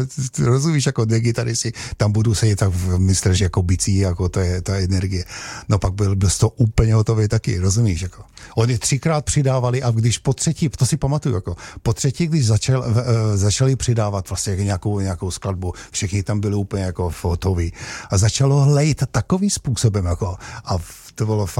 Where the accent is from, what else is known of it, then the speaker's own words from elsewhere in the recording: Šahy, Nitra Region, Slovakia; also born or lived in Šaľa; Na slovenské, no já jsem se narodil v Šale, bydleli jsme tam 3 roky a rodiče pak se odstěhovali do Šahu, Šahy, je to hraniční přejezd, je to 60 kilometrů do Pešti